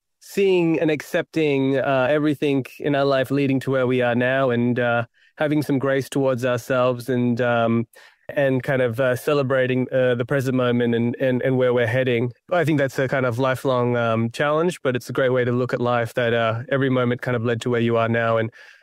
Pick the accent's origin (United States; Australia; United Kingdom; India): Australia; Perth, Western Australia; because I'm Sri Lankan Tamil, and I was born in Perth, but my parents, they were, they're migrants